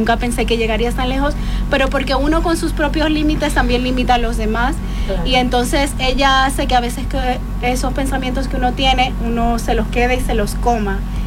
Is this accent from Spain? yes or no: yes; Spain; yo, a pesar de ser dominicana, yo no conocía casi ningún dominicano, porque bueno, yo crecí en España, todos mis amigos son españoles